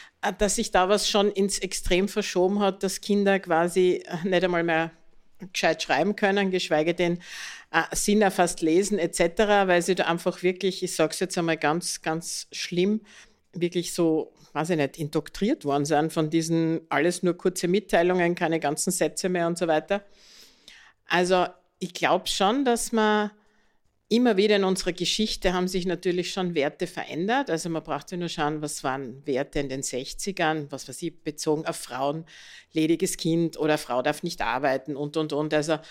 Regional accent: Austria; dass wir quasi als Österreicher gedacht haben

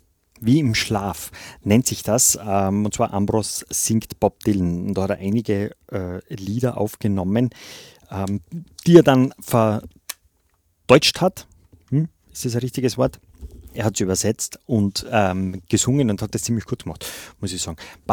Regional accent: Austria

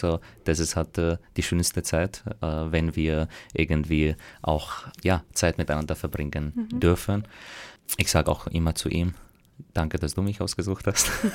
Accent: Damascus, Damascus Governorate, Syria; also born or lived in Graz / Vienna; now in Austria; Ja, ich lebe in Österreich, das bezeichne ich auch als meine Heimat, aber ich bin halt in Syrien, in Damaskus geboren und aufgewachsen.

